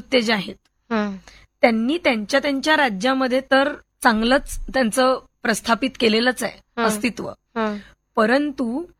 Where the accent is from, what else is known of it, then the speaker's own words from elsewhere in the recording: Nagpur, Maharashtra, India; मी नागपूरची आहे